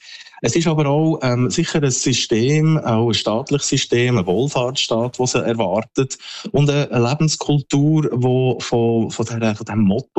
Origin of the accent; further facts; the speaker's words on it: Switzerland; now in Sweden; Herausforderung für mich als Schweizer Botschafter in Schweden.